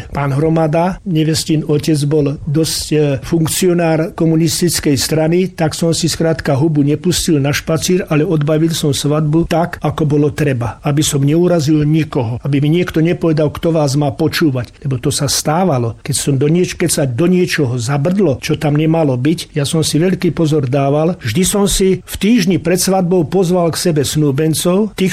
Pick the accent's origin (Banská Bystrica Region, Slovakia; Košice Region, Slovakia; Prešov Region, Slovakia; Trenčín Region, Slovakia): Banská Bystrica Region, Slovakia; Očová; My sme ako mládenci z Očovej